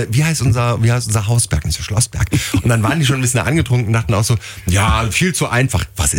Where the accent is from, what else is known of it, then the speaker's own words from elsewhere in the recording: Freiburg, Baden-Württemberg, Germany; ich komme auch aus Freiburg.